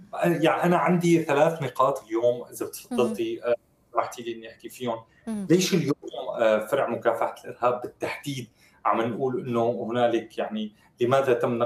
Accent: Syria

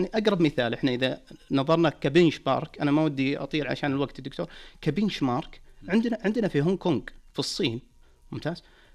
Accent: Saudi Arabia; عندنا في المملكة العربية السعودية

